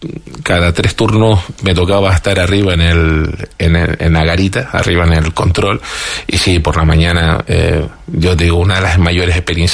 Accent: Playa Santiago, Canary Islands, Spain; el hermano varón, se casó en mi pueblo, en Playa Santiago, y yo tengo contacto con la familia, ¿no?

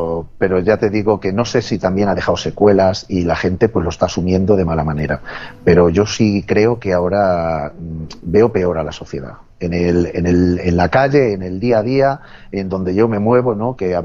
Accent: Alcázar de San Juan, Castilla-La Mancha, Spain; Hace unos días estuvo aquí en Alcázar de San Juan, en la ciudad donde yo presto servicio y de donde soy

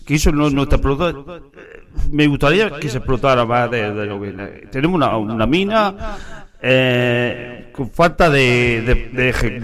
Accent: Puria, Region of Murcia, Spain; born there; porque yo no nací aquí, yo nací en Puria.

